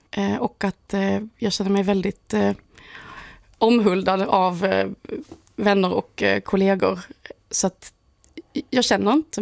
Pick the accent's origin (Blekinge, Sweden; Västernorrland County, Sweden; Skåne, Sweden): Skåne, Sweden; Helsingborg; born there; moved away; also born or lived in Stockholm; Jag spelar i Helsingborg, min hemstad. Och sen spelar jag i Stockholm som också är min hemstad.